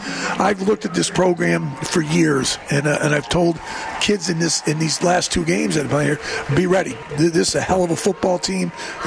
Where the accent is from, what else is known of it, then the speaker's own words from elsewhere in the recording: New York, United States; And the kids that you, like, I came from New York, but most of our kids were Massachusetts and Connecticut kids.